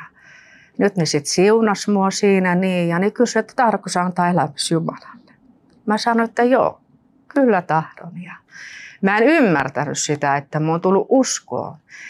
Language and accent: Finnish; Rovaniemi, Lapland, Finland; also born or lived in Nurmes; now in Espoo, Finland; Mä oon tuolta Rovaniemeltä kotoisin. Ja sitten me ollaan Nurmiksesta muutettu tänne Espoon puolelle.